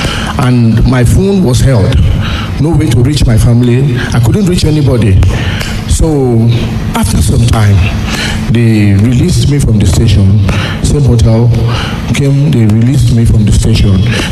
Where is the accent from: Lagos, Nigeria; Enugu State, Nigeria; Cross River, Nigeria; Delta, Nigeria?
Cross River, Nigeria; now in Abuja, Nigeria; I am from Crossover State. I stay in Vega.